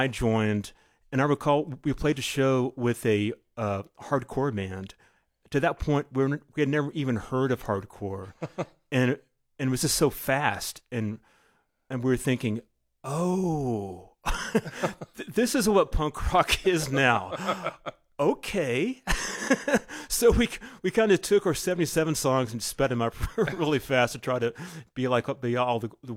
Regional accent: Fort Worth, Texas, United States; Teresa grew up in Austin. I grew up in Fort Worth.

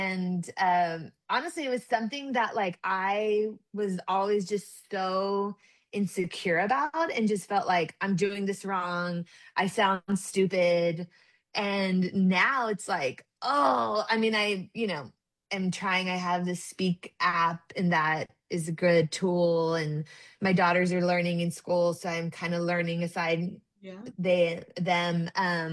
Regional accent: San Antonio, Texas, United States; growing up in San Antonio, I think there's a pretty big generation of people who do not speak Spanish because of things that our parents went through. And so I think part of that is why my dad didn't speak Spanish

